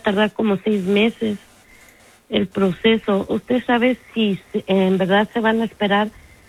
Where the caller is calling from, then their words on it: Fresno, California, United States; Vivo en la ciudad de Fresno